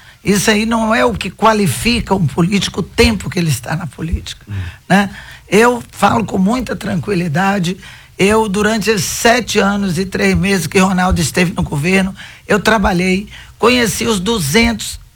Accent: Brazil

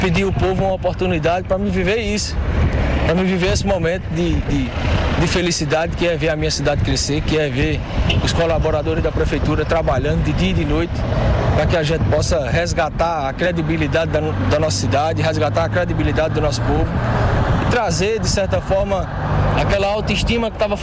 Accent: Ouricuri, Pernambuco, Brazil

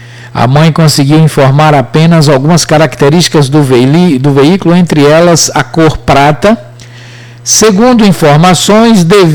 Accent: Maragogipe, Bahia, Brazil; Maragogipe, Bahia, minha terrinha.

